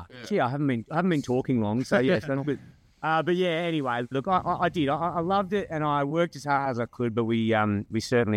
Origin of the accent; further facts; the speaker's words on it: Australia; I am the Australian actor, former Marsden boy